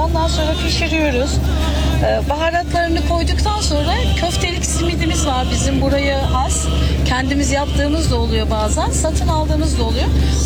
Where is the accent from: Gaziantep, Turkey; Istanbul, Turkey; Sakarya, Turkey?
Gaziantep, Turkey; Biz Antepli olarak malkıtalı köfte.